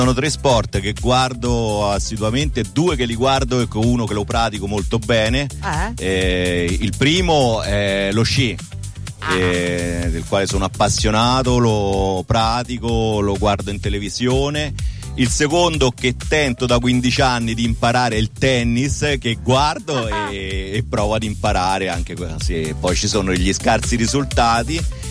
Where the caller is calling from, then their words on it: Rome, Lazio, Italy; da buon romano vado a Madonna di Campiglio.